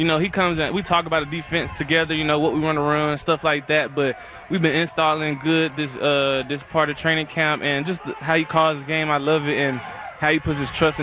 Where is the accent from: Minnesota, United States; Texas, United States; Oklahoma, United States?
Oklahoma, United States; also born or lived in Muskogee / San Diego; I was born in Muskogee, Oklahoma.